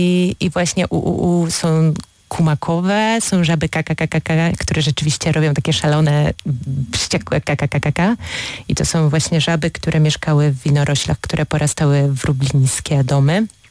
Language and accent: Polish; Polish coast, Poland; now in Opole Silesia, Poland; ja jednak jestem przybyszem z zewnątrz, ja pochodzę z nadmorza.